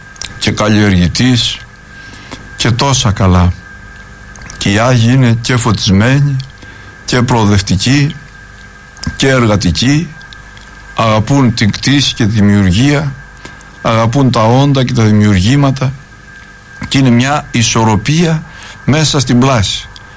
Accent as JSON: {"language": "Greek", "country": "Greece", "said": "Είμαστε Έλληνες γιατί είμαστε Ορθόδοξοι."}